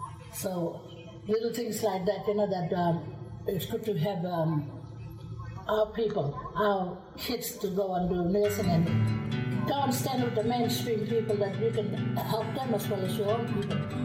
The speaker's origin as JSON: {"language": "English", "town": "Beagle Bay", "region": "Western Australia", "country": "Australia", "tie": "born or raised there", "also_born_or_lived": "Perth", "moved": "as an adult", "lives_now": "Derby, Australia", "said": "I grew up in Beagle Bay under the nuns, and came here when I grew up and still under the nuns."}